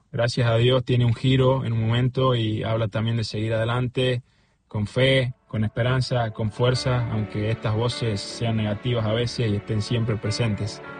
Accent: Tucumán, Argentina; Soy de Tucumán.

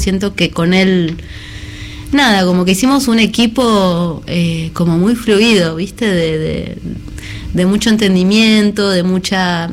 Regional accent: Buenos Aires, Argentina; now in Trevelin, Argentina; Me formé acá, empecé muy chiquita con la música

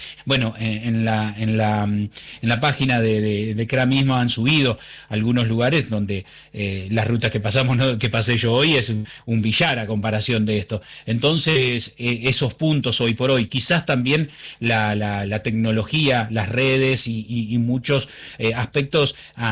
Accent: Argentina; hay una ruta que, por ejemplo, lleva a mi pueblo, que es la Ruta 70, y vos vas y es todo tierra.

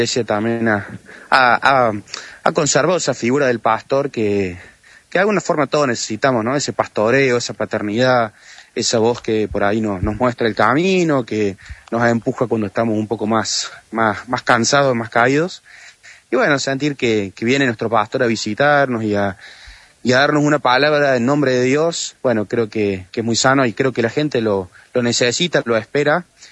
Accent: Córdoba, Argentina; creo que eso nos va a hacer mucho bien, como cordobeses y como argentinos.

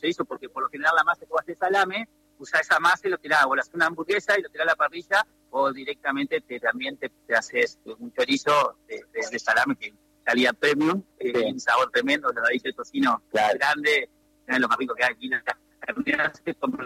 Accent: Viale, Entre Ríos, Argentina; born there; now in Paraná, Argentina; Claro, yo tenía acá a 50 kilómetros, tengo donde nací en Viale

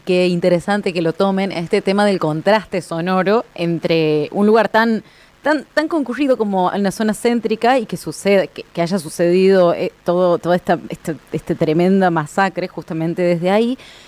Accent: Córdoba, Argentina

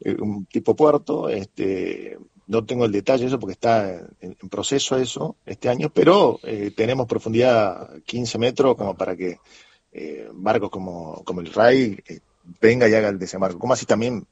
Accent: Argentina; somos argentinos y cada uno con su cábala

